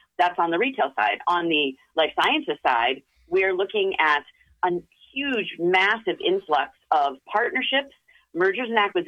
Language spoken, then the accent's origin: English; Boston, Massachusetts, United States; I was born and brought up in Boston. I went to Smith and I went to Harvard.